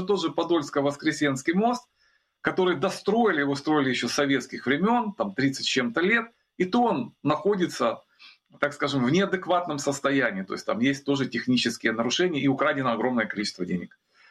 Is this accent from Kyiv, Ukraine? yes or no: yes; Kyiv, Ukraine; как коренного киевлянина